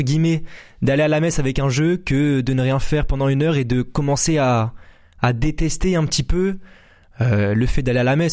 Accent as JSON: {"language": "French", "town": "Lunel", "region": "Occitanie", "country": "France", "tie": "born or raised there", "also_born_or_lived": "Montpellier", "said": "Alors moi, j'habite à Lunel."}